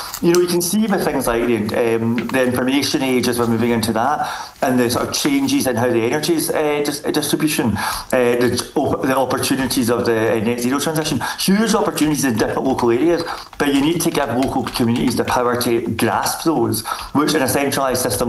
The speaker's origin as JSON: {"language": "English", "region": "Scotland", "country": "United Kingdom", "said": "I'm from Scotland"}